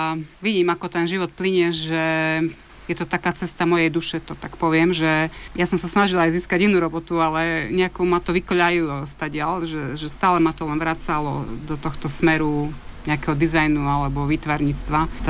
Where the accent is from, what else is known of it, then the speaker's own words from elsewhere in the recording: Horná Mičiná, Banská Bystrica Region, Slovakia; now in Kremnica, Slovakia; Tak áno, sme v Kremnici, ale ja pochádzam z Hornej Myčnej pri Banskej Bystrici